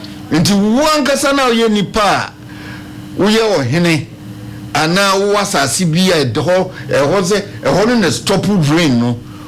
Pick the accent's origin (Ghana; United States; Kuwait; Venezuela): Ghana; Once we are not English people, we are Ghanaians, and we don't have a Ghanaian language.